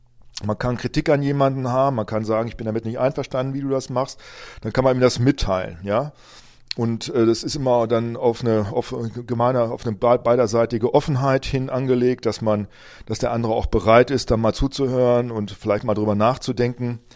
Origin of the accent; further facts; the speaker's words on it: Rinteln, Lower Saxony, Germany; ich hoffe dann auch in meiner alten Heimatgemeinde in Rinteln, dass dann da Leute, dass dort die Türen aufgehen und ich, dass ich reden kann und dass Leute zuhören.